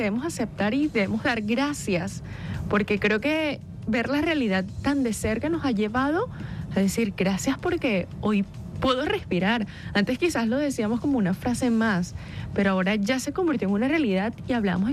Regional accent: Caracas, Capital District, Venezuela; Gracias a Dios, como caraqueños, tenemos esos recuerdos bonitos de La Guaira.

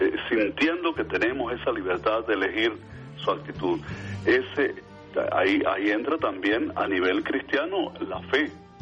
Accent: Venezuela; Una frase muy útil para nosotros los venezolanos

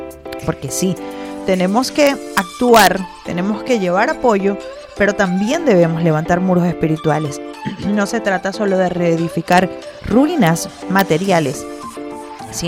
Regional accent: Venezuela

